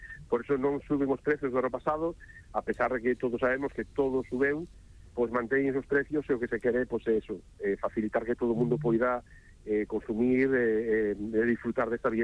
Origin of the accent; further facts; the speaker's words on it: Cambados, Galicia, Spain; eu son de Cambados, ainda que non solo decir porque non me gusta presumir, pero son de Cambados